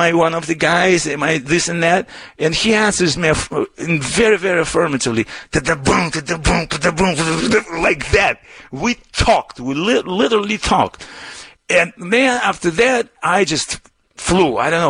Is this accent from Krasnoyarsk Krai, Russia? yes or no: no; Moscow, Russia; English is a second language; moved away as an adult; now in United States; my home country of Soviet Union then, but I still consider it Russia, to America, where I came to in 73. I escaped from then Soviet Union